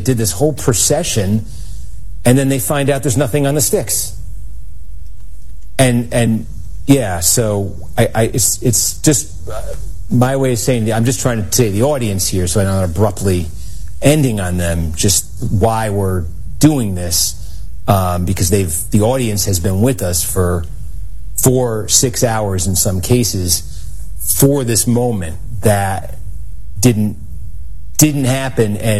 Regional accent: California, United States; Just want to say, Harry, as a Californian, it's amazing that people count overnight.

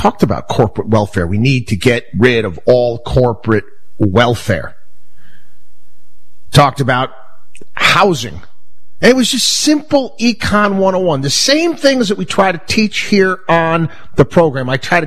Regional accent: Albany, New York, United States; born or raised there

